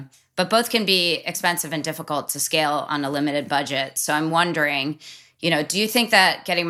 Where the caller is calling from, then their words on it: Indio, California, United States; I'm calling from Indio, California